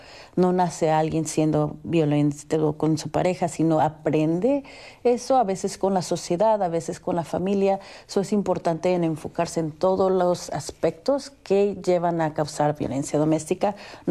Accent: San Rafael, California, United States; quería volver aquí y trabajar aquí en la comunidad donde yo crecí aquí en San Rafael.

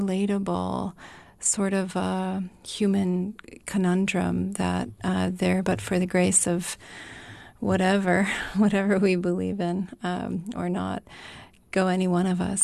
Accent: Wisconsin, United States; when I was coming out from Wisconsin, where I did medical school, where I grew up.

